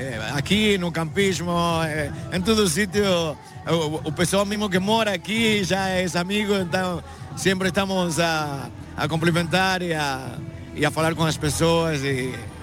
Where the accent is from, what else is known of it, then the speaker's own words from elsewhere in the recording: Argentina; Portuguese is a second language; now in Portugal; sou argentino e estou aqui mesmo no Festival de Cines, todos os anos.